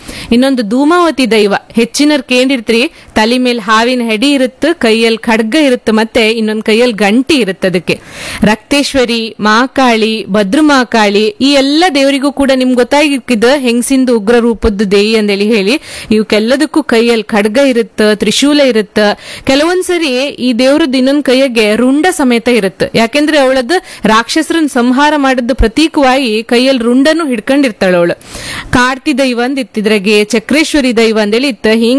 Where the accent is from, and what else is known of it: Kundapura, Karnataka, India